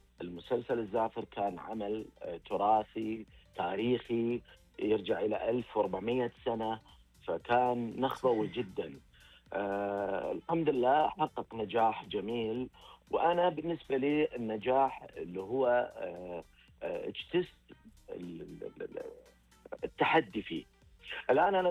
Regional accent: Saudi Arabia; وهذا يعكس على بيئتنا ودرامتنا احنا كسعودية.

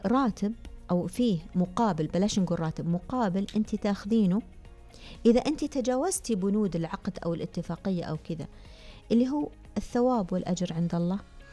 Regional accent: Saudi Arabia; أنا مواطنة سعودية أعتز وأفخر بكل قيمة أنا أعيشها أو اكتسبتها من هذا المجتمع،

